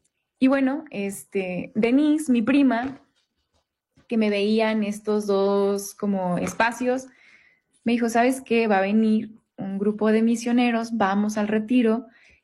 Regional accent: Santa María del Oro, Durango, Mexico; also born or lived in Denver, Colorado, United States; now in Querétaro, Mexico; yo no soy de Durango Capital, soy de Santa María del Oro, que es un municipio del estado de Durango.

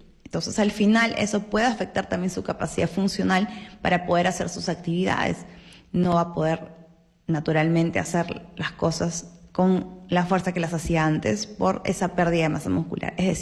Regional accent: Peru; Porque usualmente nosotros como peruanos, pues, solemos servir la mitad del plato de arroz

